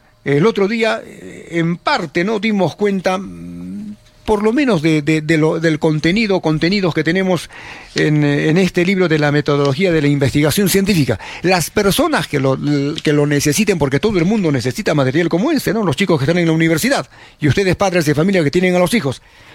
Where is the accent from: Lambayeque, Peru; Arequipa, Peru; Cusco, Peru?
Arequipa, Peru; Somos arequipeños, ¿correcto?